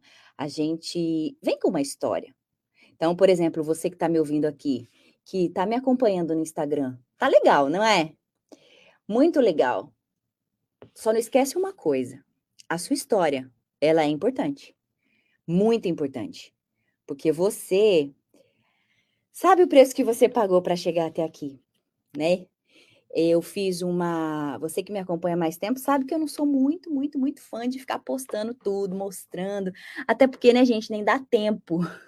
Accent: Brazil; Eu sou brasileira. Sabe aquela? Eu sou brasileira com muito orgulho.

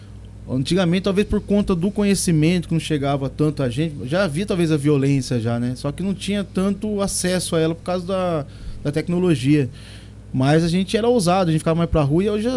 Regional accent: Monte Alto, São Paulo, Brazil; eu nasci aqui em Monte Alto mesmo, né? Eu sou daqui montealtense, de corpo e alma e coração. E já são 43 anos já.

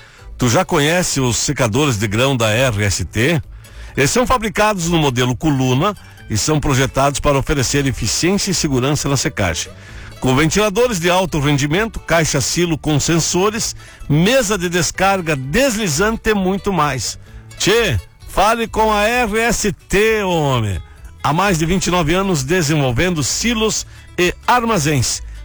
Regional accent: Não-Me-Toque, Rio Grande do Sul, Brazil; moved away; o Laércio é lá da minha cidade, lá do Nometoque

